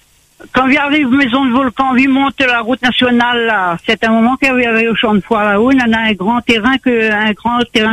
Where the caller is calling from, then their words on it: Réunion; moi, j'habite à Plaine des Caves